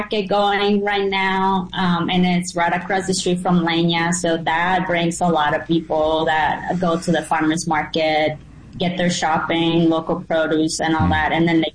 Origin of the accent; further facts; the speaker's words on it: Mexico; English is a second language; and while doing it, it just brings memories growing up in Mexico.